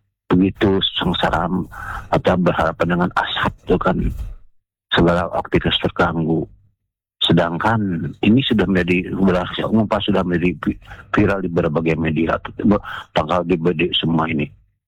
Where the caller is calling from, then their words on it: Bandung, West Java, Indonesia; Saya dari Tanah Sunda di Bandung Timur